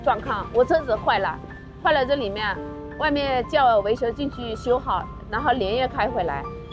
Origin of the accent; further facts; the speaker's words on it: Loudi, Hunan, China; 我是来自湖南娄底的